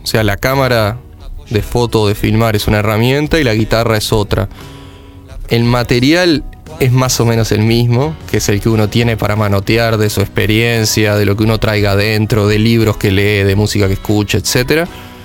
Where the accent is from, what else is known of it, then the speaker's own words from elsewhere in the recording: Uruguay; Confieso que cuando me dijo, ah, vos sos argentino, y le dije, no, soy uruguayo